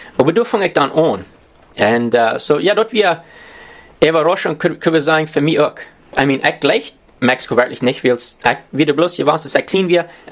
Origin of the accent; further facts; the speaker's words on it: Ontario, Canada; Ich komme von hierher. Ja, ich sehe geboren und abgewachsen in dieser Gegend. Zwischen Eden und Strafenville, du hast ich viele Jahre gewohnt.